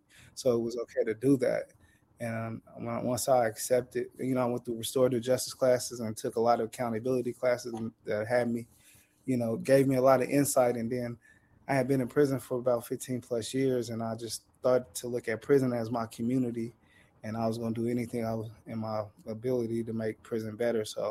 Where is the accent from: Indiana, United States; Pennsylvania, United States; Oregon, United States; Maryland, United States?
Oregon, United States; Portland; I'm from beautiful Portland, Oregon.